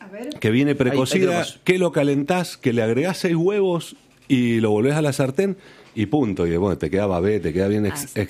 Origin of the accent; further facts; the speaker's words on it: Mendoza, Argentina; A mí me costó muchísimo como mendocino comer todo lo que venga de mar.